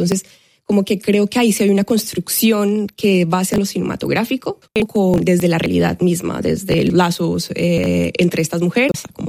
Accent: Colombia

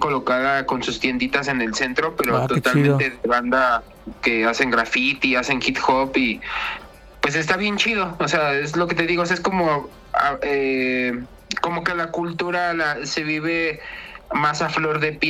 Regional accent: Mexico; Yo como mexicano

